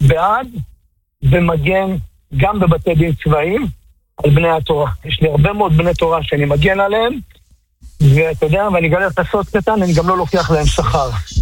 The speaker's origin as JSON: {"language": "Hebrew", "town": "Tiberias", "region": "Northern District", "country": "Israel", "said": "אני זוכר את זה בתור טבריאני."}